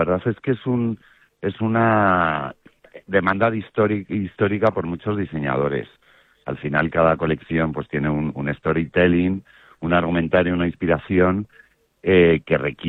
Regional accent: Spain; nosotros como españoles

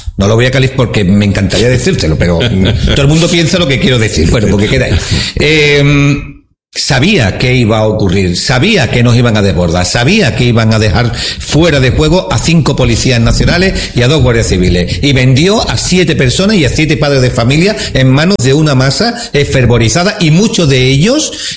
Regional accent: Spain; yo soy español ante todo

